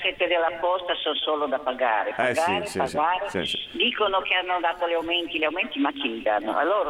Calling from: Genoa, Liguria, Italy; Io sono di Bolzaneto

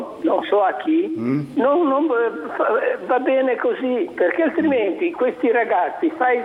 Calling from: Genoa, Liguria, Italy; Genova, io sono genovese

